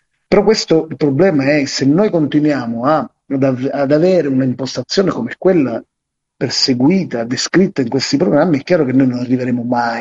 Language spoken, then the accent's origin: Italian; Sicily, Italy; io sono siciliano